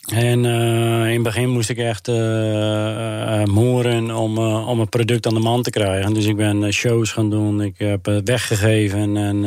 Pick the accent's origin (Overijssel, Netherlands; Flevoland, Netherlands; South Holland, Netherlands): Flevoland, Netherlands; Urk; ik ben opgegroeid op Urk natuurlijk. En we zijn Urkers en op Urk iedereen ademt vis.